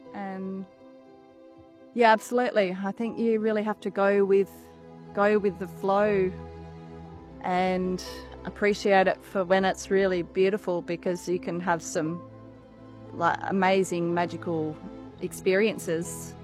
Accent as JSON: {"language": "English", "town": "Geraldton", "region": "Western Australia", "country": "Australia", "tie": "born or raised there", "lives_now": "Kalbarri, Australia", "said": "I grew up in Geraldton. I now live in Kalbarri, Western Australia, and I have an 11-year-old son. And I live between a sailboat and a house."}